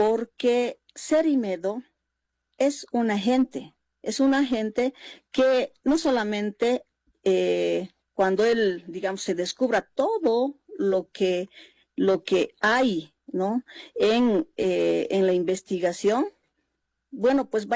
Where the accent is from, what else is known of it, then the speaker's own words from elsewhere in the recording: Bolivia; si no se respeta por parte del gobierno, del Estado, del órgano ejecutivo, nuestros derechos como bolivianos, entonces, ¿dónde estamos?